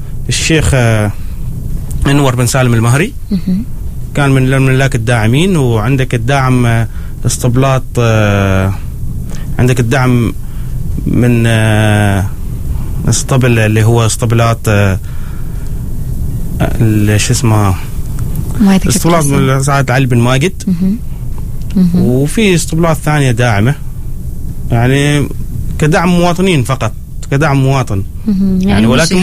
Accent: Oman; فالأشياء هذه ما متوفرة يمكن عندنا في عمان.

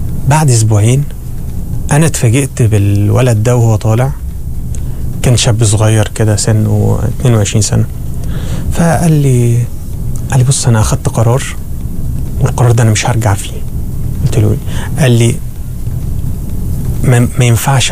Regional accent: Egypt; now in Oman; عندنا في مصر

